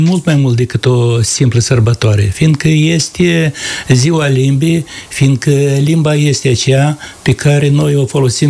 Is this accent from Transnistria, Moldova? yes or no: yes; Transnistria, Moldova; first language Romanian; pentru noi, cei din stânga Nistrului, limba română este totul